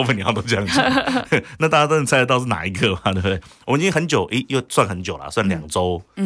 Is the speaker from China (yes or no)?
no; Taiwan; 然后我们台湾人其实没有吃那么重油重咸嘛。